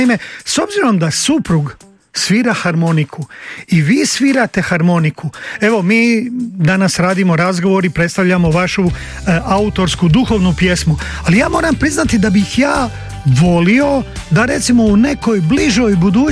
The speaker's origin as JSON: {"language": "Croatian", "region": "Bosanska Posavina", "country": "Bosnia & Herzegovina", "tie": "born there", "said": "sam rođen u Bosanskoj Posavini"}